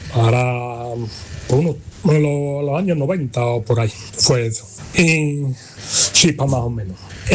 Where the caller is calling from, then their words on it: Brenes, Andalusia, Spain; Estoy en casa, aquí en Brenes solo.